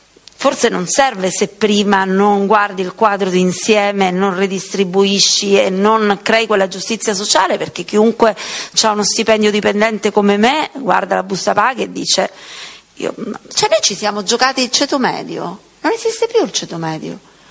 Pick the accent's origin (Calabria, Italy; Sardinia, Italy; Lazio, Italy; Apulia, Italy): Calabria, Italy; Io che vengo da una regione dove la sanità si paga due volte, perché vengo dalla Calabria